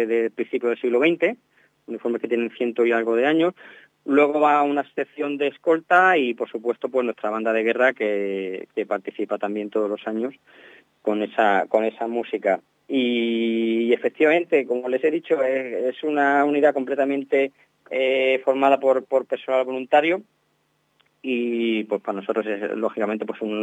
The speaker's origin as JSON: {"language": "Spanish", "region": "Melilla", "country": "Spain", "tie": "born or raised there", "said": "Yo soy nacido y criado en Melilla, puerto de mar."}